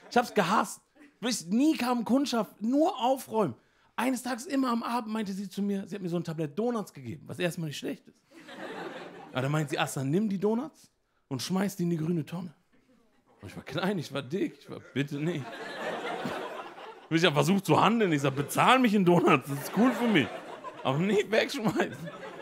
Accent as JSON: {"language": "German", "town": "Emden", "region": "Lower Saxony", "country": "Germany", "tie": "born or raised there", "moved": "yes", "said": "Ich bin aufgewachsen in Emden. Ich habe es geliebt in Emden."}